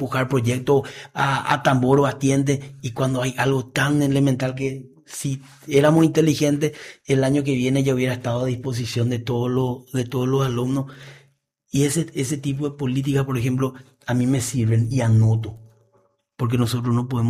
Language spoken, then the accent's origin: Spanish; Paraguay; born there; la ciudad donde yo nací